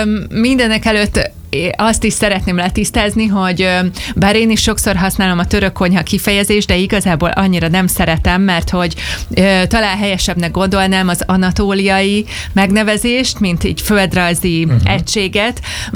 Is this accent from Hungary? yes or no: yes; Hungary; magyarként